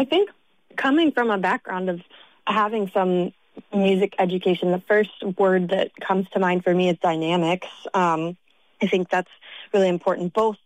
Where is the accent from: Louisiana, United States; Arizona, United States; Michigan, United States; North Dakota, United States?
Michigan, United States; So I grew up in Leelanau County with parents and family that really appreciate folk music, folk and roots music.